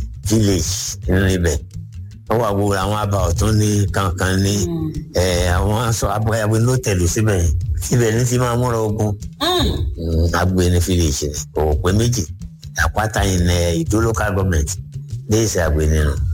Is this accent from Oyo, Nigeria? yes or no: yes; Ibadan, Oyo, Nigeria; agbe ni mi ibadan ni mi ya mi ibadan baba mi ibadan gugu e je mi ibadan